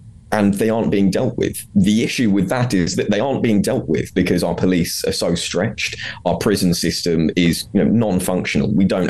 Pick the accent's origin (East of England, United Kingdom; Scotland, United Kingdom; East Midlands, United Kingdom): East of England, United Kingdom; Basildon; My hometown, where my parents still live in Basildon, the shops are dead